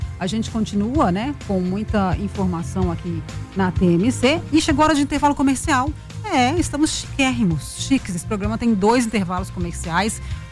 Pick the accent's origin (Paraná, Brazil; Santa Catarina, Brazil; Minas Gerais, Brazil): Minas Gerais, Brazil; Uberlândia; A prisão domiciliar tinha sido autorizada lá na minha, pertinho da minha terra natal, lá em Uberlândia